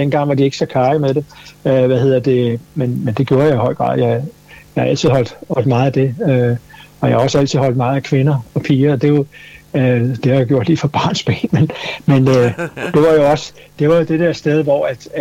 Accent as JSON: {"language": "Danish", "town": "Copenhagen", "region": "Capital Region of Denmark", "country": "Denmark", "tie": "born or raised there", "said": "jeg føler mig rigtig godt hjemme på Amager. Jeg elsker Amager."}